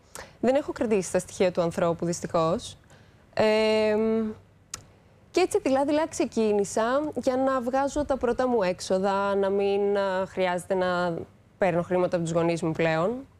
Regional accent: Veria, Central Macedonia, Greece; moved away as an adult; now in New York, United States; Γεννήθηκα στη Βέρεια

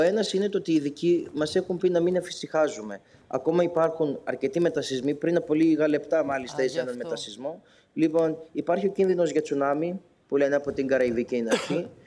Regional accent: Greece; now in Venezuela; Ως Έλληνας ιερέας που ζω στη Βενεζουέλα

